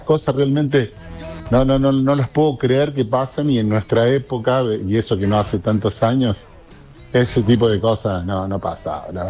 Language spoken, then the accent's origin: Spanish; Tucumán, Argentina; soy tucumano, nomás me dicen